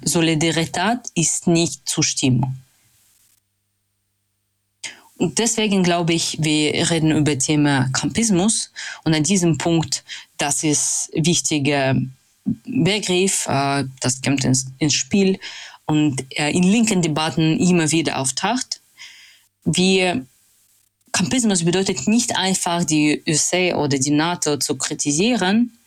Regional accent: Russia; German is a second language; Und ich komme aus Russland, dieser Staat vertritt nicht automatisch meine Interesse

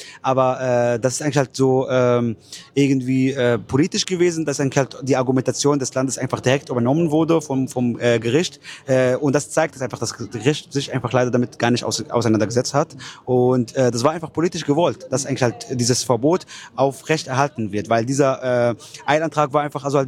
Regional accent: Palestine; beziehungsweise ich auch als Palästinenser, haben das Recht eigentlich halt auf Rückkehr nach Palästina

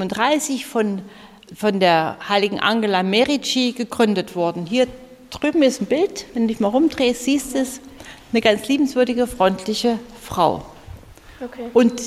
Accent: Nordhausen, Thuringia, Germany; Ich habe noch 3 Brüder und ich bin in Nordhausen groß geworden, hier in Thüringen, am Fuße des Harzes. Meine Eltern waren katholisch.

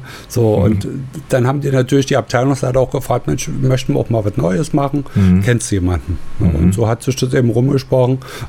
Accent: Zwickau, Saxony, Germany; Ja, wir hatten eine Tanzschule bei uns in Zwickau und da gab es ein großes Kulturhaus. So, und da war ja zu DDR-Zeiten üblich, dass man entweder hat man einen Sportverein gehabt oder man hat einen Tanzverein gehabt

